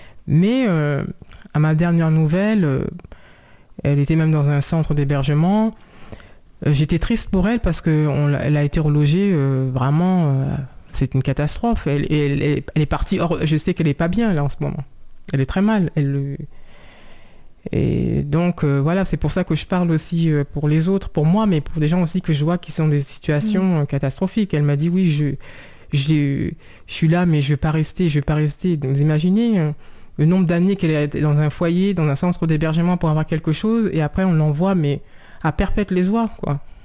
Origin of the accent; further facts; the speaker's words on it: Saint-Cloud, Île-de-France, France; born there; Je suis née en France, à Saint-Cloud, dans les Hauts-de-Seine.